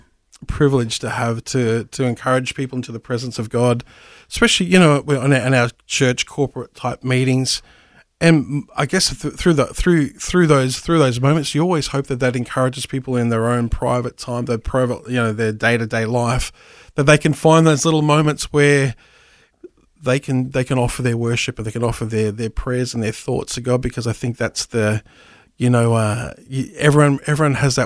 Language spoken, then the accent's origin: English; Brisbane, Queensland, Australia; So so I'm a Brisbane boy, born and bred. So very much a Queenslander. I identify as a Queenslander.